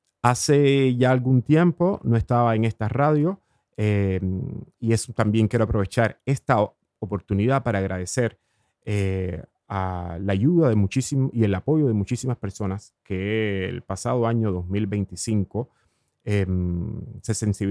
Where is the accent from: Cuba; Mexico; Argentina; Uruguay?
Cuba; moved away; Finalmente tuve que regresar a Cuba. He pasado un año en mi país. He regresado hace muy poco tiempo